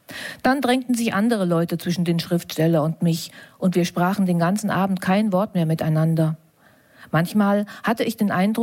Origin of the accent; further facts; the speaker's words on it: East Germany, Germany; wir sind eigentlich auch aus der DDR ursprünglich